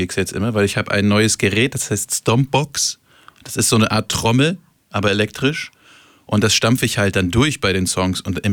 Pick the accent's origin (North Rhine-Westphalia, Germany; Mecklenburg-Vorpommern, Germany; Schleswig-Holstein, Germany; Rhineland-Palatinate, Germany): Schleswig-Holstein, Germany; Flensburg; born there; also born or lived in Hamburg; now in Schleswig-Holstein, Germany; ich komme gebürtig aus Flensburg, das möchte ich immer dazu sagen. Ich bin kein Hamburger, jetzt sowieso nicht mehr.